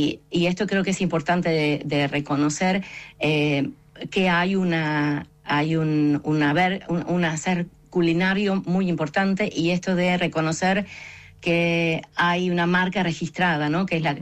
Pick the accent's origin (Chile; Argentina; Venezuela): Argentina; now in Wales, United Kingdom; Soy argentina y soy galesa al mismo tiempo.